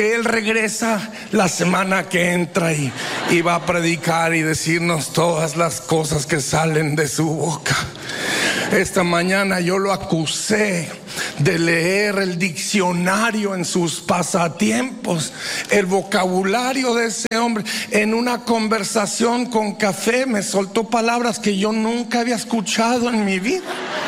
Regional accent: Durango, Mexico; moved away; Yo crecí en una ciudad en el norte de México que se llama Durango.

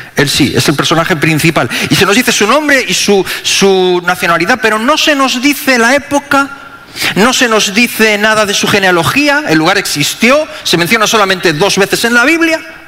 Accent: Spain; como españoles amamos España

